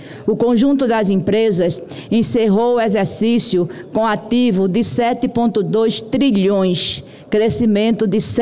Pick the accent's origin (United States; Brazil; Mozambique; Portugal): Brazil; Pernambuco; eu, como pernambucana